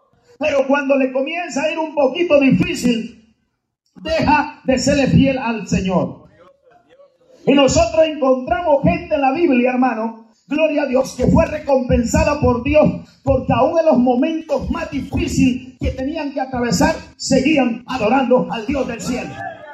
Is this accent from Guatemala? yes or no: yes; Guatemala; ya, hermano, no sé ni de dónde soy. Yo estoy revuelto con hondureños, cubanos. Yo sigo diciendo que soy de Guatemala, pero ya no se me oye igual, hermano.